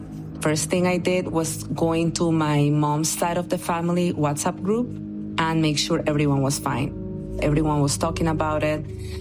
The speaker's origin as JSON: {"language": "English", "town": "Caracas", "region": "Capital District", "country": "Venezuela", "moved": "as an adult", "lives_now": "New York, United States", "said": "I'm from Caracas, Venezuela, and I left Venezuela when I was 21 years old. I live in New York"}